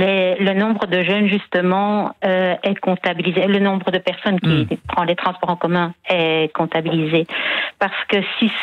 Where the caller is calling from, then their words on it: Brussels, Brussels-Capital Region, Belgium; j'habite à Bruxelles